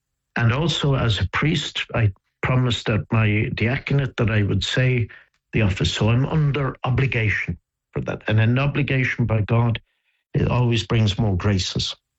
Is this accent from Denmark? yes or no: no; Dublin, Leinster, Ireland; a brother, Oliver, was a Passionist brother when I was growing up in Dublin